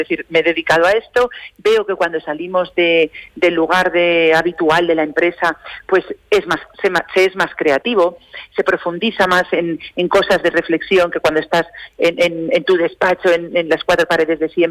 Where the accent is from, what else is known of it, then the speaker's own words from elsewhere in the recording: Rillo, Aragon, Spain; mi pueblo, ¿no? A Rillo, que soy de aquí